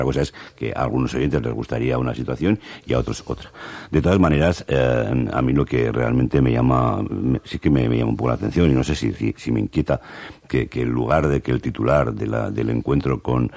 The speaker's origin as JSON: {"language": "Spanish", "region": "Basque Country", "country": "Spain", "said": "A mí, como ciudadano vasco"}